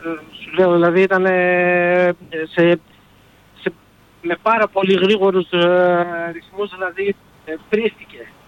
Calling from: Lower Saxony, Germany

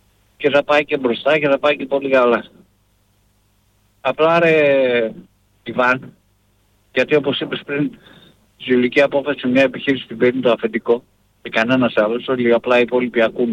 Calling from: Thessaloniki, Central Macedonia, Greece; από Θεσσαλονίκη.

